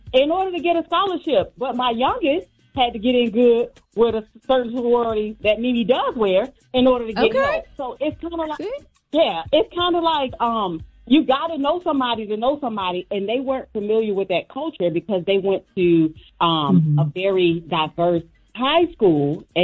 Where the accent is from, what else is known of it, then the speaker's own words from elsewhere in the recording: Atlanta, Georgia, United States; now in Yorktown, United States; I grew up in Atlanta, and I went to the public schools in Atlanta.